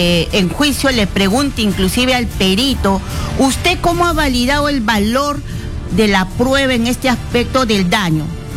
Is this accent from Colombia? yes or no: no; Lima, Peru; no recuerdo muy bien porque soy de Lima